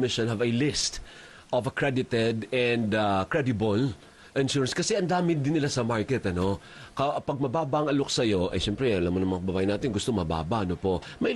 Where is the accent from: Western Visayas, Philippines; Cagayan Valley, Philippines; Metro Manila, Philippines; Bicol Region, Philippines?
Western Visayas, Philippines; Sa Ilonggo, ganun ang term sa amin.